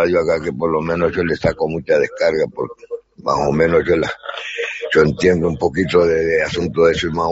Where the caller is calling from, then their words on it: Lavalleja, Uruguay; estuve escuchando ahora acá, en Valle Ordóñez, departamento de La Valleja